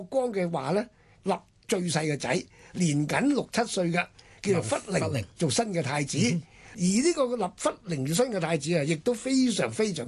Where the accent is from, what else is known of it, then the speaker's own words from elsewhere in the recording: Guangdong, China; 咁呢個字咧，我哋廣東人都成日講嘅